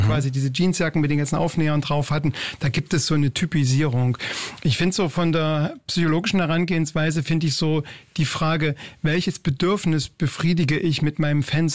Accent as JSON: {"language": "German", "town": "Leipzig", "region": "Saxony", "country": "Germany", "said": "ich komme aus Leipzig"}